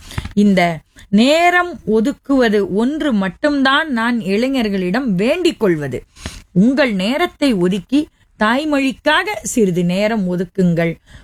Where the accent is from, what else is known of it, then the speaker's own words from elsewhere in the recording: Thoothukudi, Tamil Nadu, India; நான் பிறந்து வளர்ந்தது எல்லாம் தூத்துக்குடி. சிறு வயதிலிருந்தே எட்டயபுரத்தில் எங்கள் பாட்டி ஆசிரிய பயிற்சி முடித்து விட்டு எட்டயபுரத்திலிருந்து எல்லோரும் புலம்பெயர்ந்து தூத்துக்குடிக்கு வந்து விட்டார்கள்.